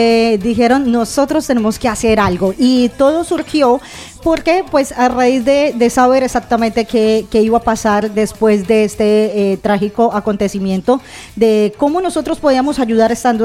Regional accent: Colombia; now in Zaragoza, Spain; todas estas 5 mujeres que están escuchando en este micrófono, en estos momentos somos colombianas.

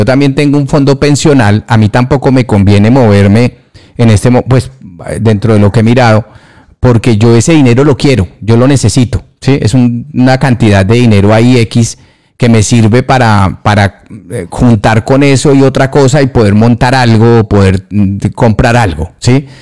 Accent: Colombia; soy colombiano

